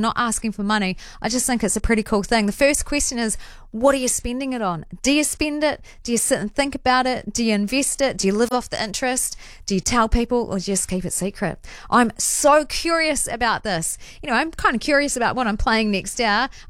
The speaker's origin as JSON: {"language": "English", "town": "Ashburton", "region": "Canterbury", "country": "New Zealand", "said": "I'm from Ash Vegas"}